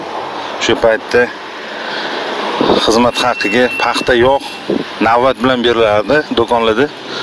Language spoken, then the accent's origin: Uzbek; Yangiyul, Tashkent Region, Uzbekistan; born there; Telefon raqamimiz ham esimda, Yangiyo'l shahari nomeri 2-20-38 bo'lgan.